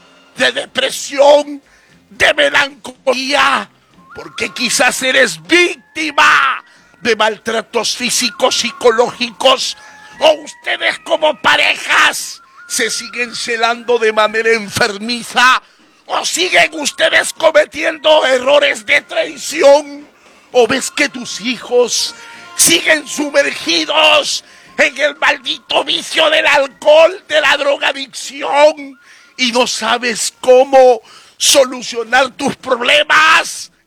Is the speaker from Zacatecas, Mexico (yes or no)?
no; Veracruz, Mexico; mi estado de Veracruz, que es capital del curanderismo mexicano.